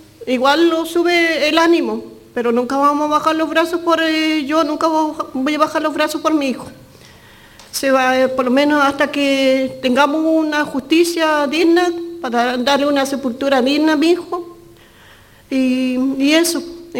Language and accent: Spanish; Los Muermos, Los Lagos, Chile; Soy la mamá de … por lo menos yo vengo de Los Muermos, una hora de Puerto a Los Muermos